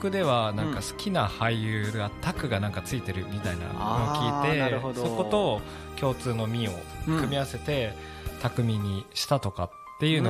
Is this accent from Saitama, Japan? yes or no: yes; Fukaya, Saitama, Japan; 生まれは深谷、育ちも深谷で